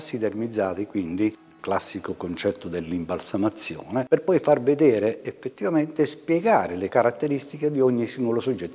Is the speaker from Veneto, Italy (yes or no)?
no; Calabria, Italy; moved away; io non sono un pugliese, io sono prestato alla Puglia, sono calabrese, ma vivo qui da 40 anni.